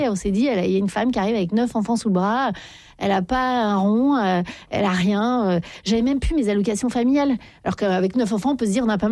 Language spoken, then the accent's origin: French; Paris, Île-de-France, France; moi je suis parisienne, on râle beaucoup, les gens sont pas sympas parfois dans le métro.